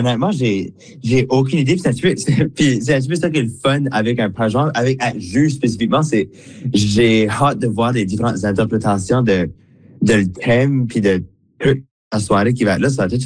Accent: Atlantic Canada, Canada; now in Montreal, Canada; retourner à la maison, back home

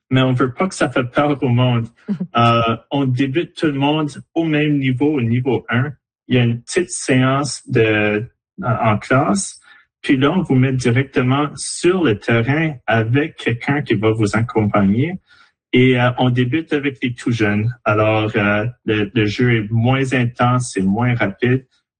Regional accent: Moncton, New Brunswick, Canada; now in Dieppe, Canada; J'ai grandi à Moncton, puis j'ai joué pour l'école de tir. Mais maintenant, j'habite à Dieppe

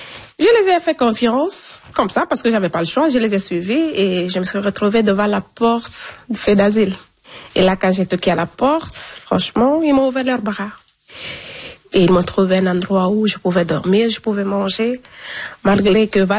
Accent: Guinea; Je vous assure, même l'eau n'avait pas de goût chez moi. Parce qu'ici, il y a le calcaire, mais chez nous, en Guinée, il n'y a pas de calcaire.

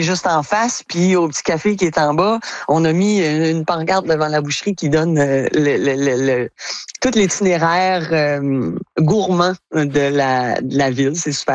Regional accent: Saint-Clément, Quebec, Canada; chez nous à Saint-Clément

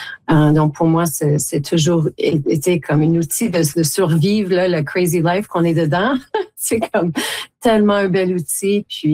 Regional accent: Timmins, Ontario, Canada; moved away; je viens de Timmins

